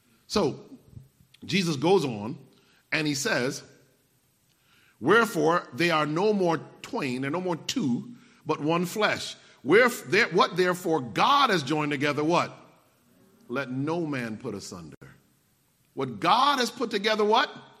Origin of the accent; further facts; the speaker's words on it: Connecticut, United States; moved away; I grew up in Connecticut, and I went back up there to practice